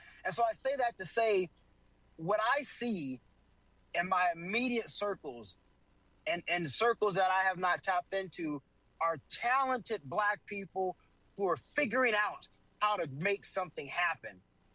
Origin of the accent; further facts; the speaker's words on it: the South, United States; You know, I grew up in the South. I grew up with my great grandmother still living into her middle 90s